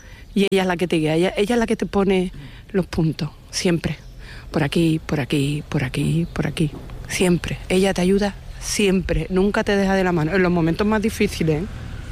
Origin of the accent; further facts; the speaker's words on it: Jerez de la Frontera, Andalusia, Spain; Yo soy de Jerez de la Frontera. Llevo viniendo 20 años a una casa aquí del Rocío.